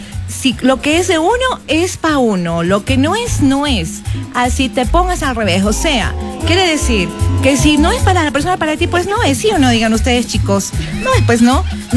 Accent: Cotacachi, Imbabura, Ecuador; Che, boludo, que soy de acá de Cotacachi, no de Argentina.

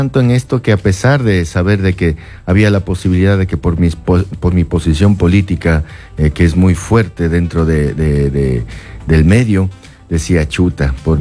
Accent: Ibarra, Imbabura, Ecuador; moved away as an adult; soy de una ciudad que se llama Ibarra, un pedacito de suelo que se llama Ibarra

